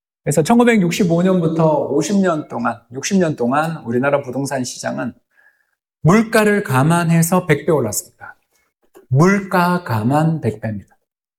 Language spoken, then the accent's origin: Korean; Daegu, South Korea; 제가 대구 사람입니다. 대구하고도 대구 남구 대명동에 사는데요.